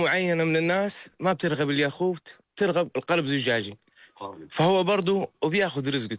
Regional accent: Aqaba, Aqaba Governorate, Jordan; هيك منعونا اياه مرة واحدة وبرضو انا يعني لو يرجع الصيد بدي اياهم يخففوا عنه شوية

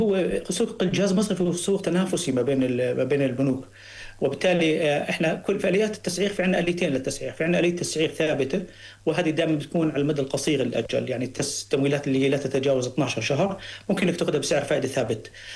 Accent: Jordan; احنا عندنا في الاردن

